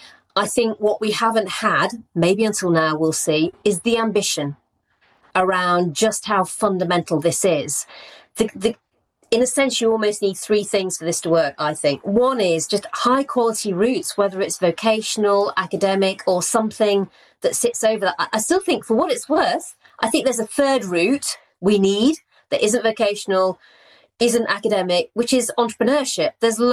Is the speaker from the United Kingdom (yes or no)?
yes; Rotherham, Yorkshire and the Humber, United Kingdom; I never met a lawyer growing up in Rotherham.